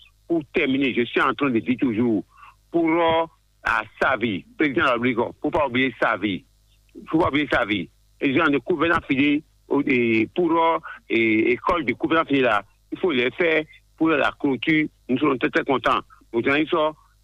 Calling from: Ouidah, Atlantique, Benin; Je vous appelle de Ouida, quartier Soubadi.

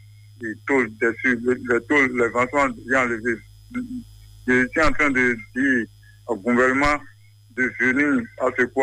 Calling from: Benin; J'appelle de Porte Nouveau, commune Sagara, arrondissement de Marie

